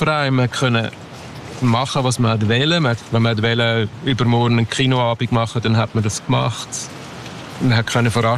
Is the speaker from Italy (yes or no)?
no; Aargau, Switzerland; born there; ich bin nicht in einer Kleinstadt aufgewachsen, ich bin auf dem Land aufgewachsen.